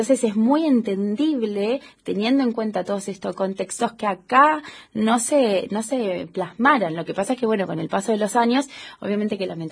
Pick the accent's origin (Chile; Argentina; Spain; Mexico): Argentina; Como los argentinos tomamos mucho